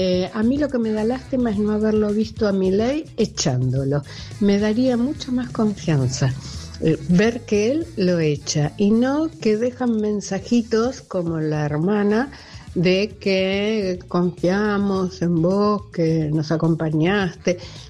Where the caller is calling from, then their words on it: El Palomar, Buenos Aires Province, Argentina; del Palomar